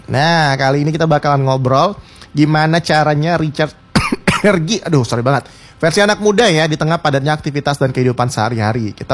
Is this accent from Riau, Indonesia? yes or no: no; Padang, West Sumatra, Indonesia; Wah, Sumatera pride nih, aku juga dari Padang by the way.